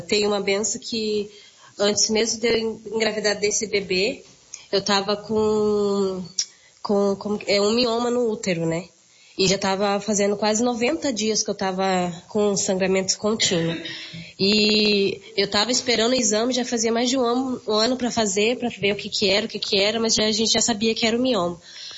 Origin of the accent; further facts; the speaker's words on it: Piraquara, Paraná, Brazil; sou da Vila Maceiro, Piraquara.